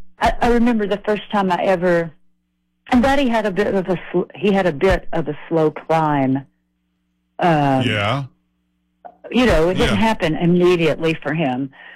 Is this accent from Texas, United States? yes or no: no; Nashville, Tennessee, United States; all the people that I grew up around in Nashville, Tennessee